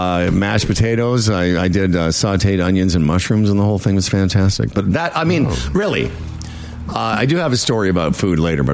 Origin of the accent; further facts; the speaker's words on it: Moose Jaw, Saskatchewan, Canada; I grew up in Moose Jaw, as you both know, and the Moose Jaw Golf and Curling Club was not the fanciest of golf courses to start with.